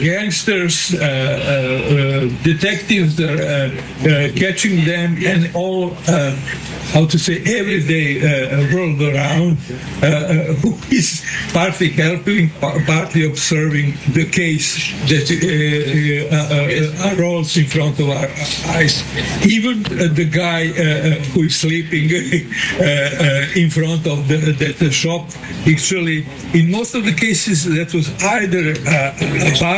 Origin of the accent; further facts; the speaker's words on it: Zemun, Belgrade, Serbia; I was born in Belgrade, but I grew up in Zemun, who is perfect embodiment of the provincial town, quite with the Austro-Hungarian atmosphere, which was totally different than that in Belgrade, who was just across the river.